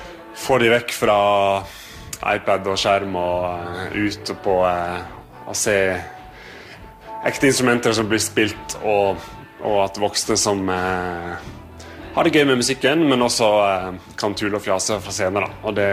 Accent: Western Norway, Norway

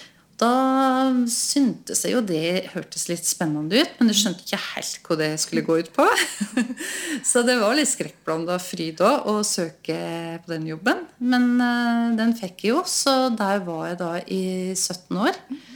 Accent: Ål, Buskerud, Norway; Jeg har vokst opp i Liagarden, på en gard der. Så der bodde jeg da til jeg var 19 år.

